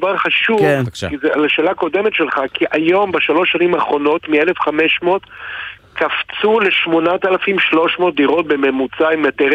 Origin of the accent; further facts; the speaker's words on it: Jerusalem, Jerusalem District, Israel; אני ירושלמית לשעבר